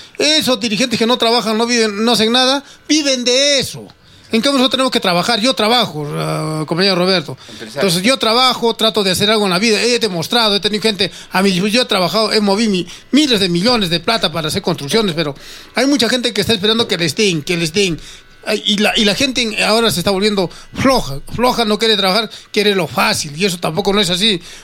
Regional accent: Arequipa, Peru; como ciudadanos arequipeños, peruanos

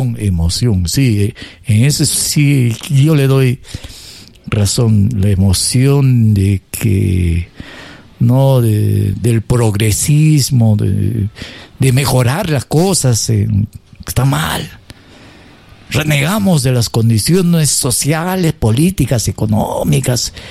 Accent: Peru; somos los peruanos

